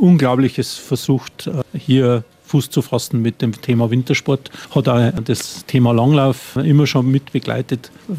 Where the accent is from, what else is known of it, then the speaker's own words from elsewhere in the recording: Bodenmais, Bavaria, Germany; moved away as an adult; also born or lived in Austria / Australia; Geboren hier in Bodenmais, bin ein halber Preuße, was man gut hört.